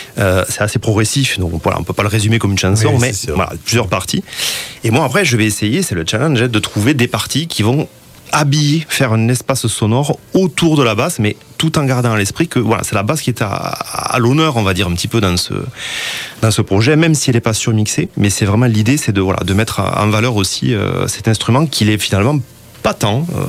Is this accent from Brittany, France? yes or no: no; Occitanie, France; born or raised there